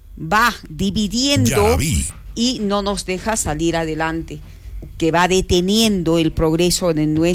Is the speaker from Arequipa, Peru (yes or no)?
yes; Arequipa, Peru; somos arequipeños